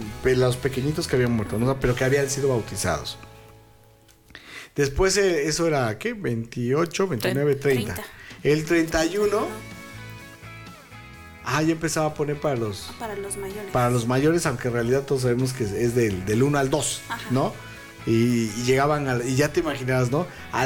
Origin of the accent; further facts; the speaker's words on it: Mexico; así somos los mexicanos